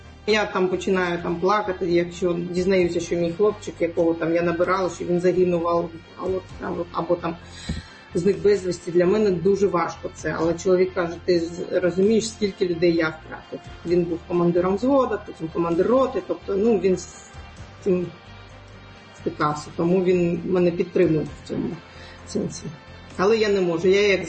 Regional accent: Crimea, Ukraine; moved away; мій дім – це Крим

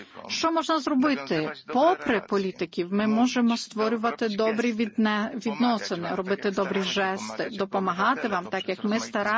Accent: Poland; як поляк і громадянин

